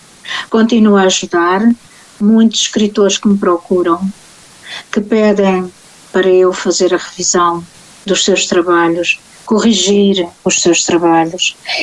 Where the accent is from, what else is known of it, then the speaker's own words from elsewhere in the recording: Santa Eulália, Portugal; eu era criança e na minha aldeia, em Santa Eulália